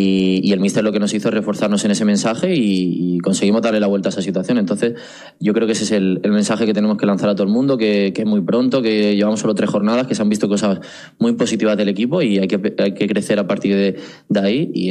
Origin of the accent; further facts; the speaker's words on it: Catalonia, Spain; moved away as an adult; soy catalán, tengo mucha familia allí